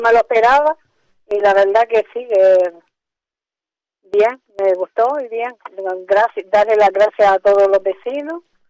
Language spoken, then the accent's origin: Spanish; Pino Santo, Canary Islands, Spain; No, yo soy de Pino Santo.